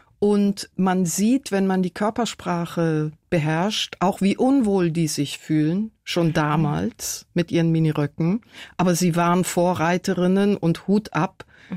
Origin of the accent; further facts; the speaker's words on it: Tehran, Tehran Province, Iran; moved away; also born or lived in Manhattan / Kabul; Von meinen späteren Wohnsitzen in vielen verschiedenen Ländern konnte ich als kleines Mädchen in Teheran nur träumen.